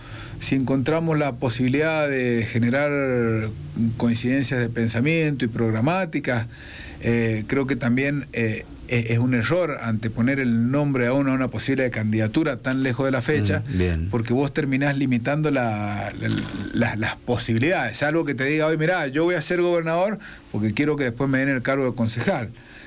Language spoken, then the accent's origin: Spanish; San Juan, Argentina; yo soy profe de Derecho en la Universidad Nacional de San Juan